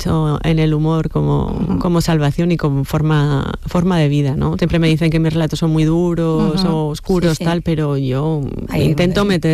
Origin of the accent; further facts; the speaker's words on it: Errenteria, Basque Country, Spain; Yo soy de Rentería y allí tuvo, bueno, pues hicieron uh-huh. grandísimas cosas, ¿no?